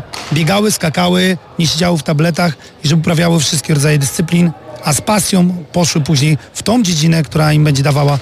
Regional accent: Strzelce Opolskie, Opole Voivodeship, Poland; ja pochodzę z małego miasteczka

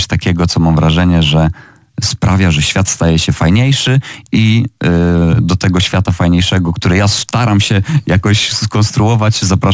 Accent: Żary, Lubusz Voivodeship, Poland; graliśmy w Żarach, to jest moje rodzinne miasto

